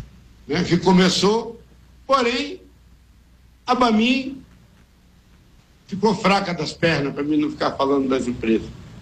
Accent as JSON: {"language": "Portuguese", "town": "Ibotirama", "region": "Bahia", "country": "Brazil", "said": "Eu sou de Botirama, então não sou de Caetité. Caetité é rica, mas vou falar como quem é de lugar pobre"}